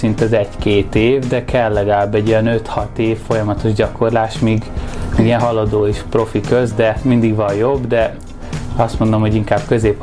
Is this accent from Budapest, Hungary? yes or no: yes; Kőbánya, Budapest, Hungary; 13 éves voltam, Kőbányán nőttem fel a Pongrász telepen